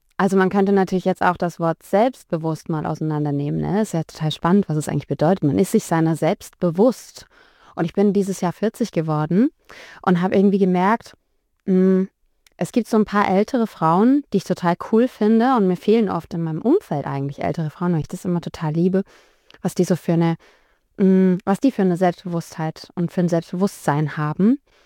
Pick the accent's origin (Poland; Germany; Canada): Germany; Heilbronn, Baden-Württemberg; born there; moved away as an adult; also born or lived in Thuringia / Tübingen; Also ich bin geboren in Thüringen, bin dann so kurz nach der Wende mit meinen Großeltern und meiner Mama ins Schwabenland gezogen, nach Heilbronn. Und bin dann mit Anfang 20, da hatte ich dann selbst schon ein kleines Kind, also ich bin super jung Mama geworden und bin dann nach Tübingen gekommen.